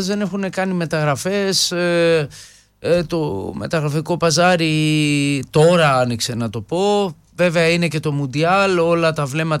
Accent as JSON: {"language": "Greek", "town": "Mytilene", "region": "North Aegean", "country": "Greece", "said": "άσχετα αν είμαι από τη Μυτιλίνη και είμαι νησιώτης"}